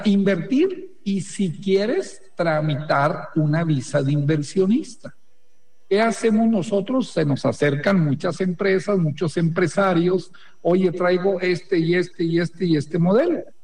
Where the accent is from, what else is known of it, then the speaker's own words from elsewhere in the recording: Mexico; hay que ir a demostrar que somos los mexicanos, ¿verdad?